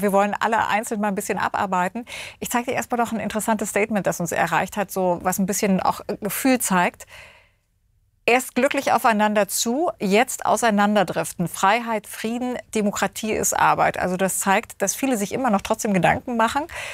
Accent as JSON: {"language": "German", "region": "Saxony", "country": "Germany", "said": "oder wie ich als Sächsin sage, die Simme"}